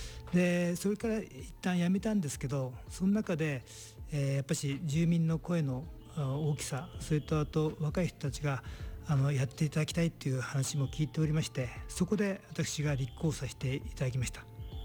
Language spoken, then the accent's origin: Japanese; Kusatsu, Gunma, Japan; もう小さい時からもう僕の草津で、もう産湯は温泉で入りましたんで、そんな中でずっと草津で草津っ子のです。